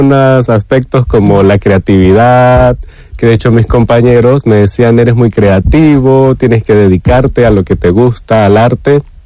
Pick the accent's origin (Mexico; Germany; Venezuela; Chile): Venezuela; moved away as an adult; now in Spain; Había dado clases de arte en Venezuela, vengo de Venezuela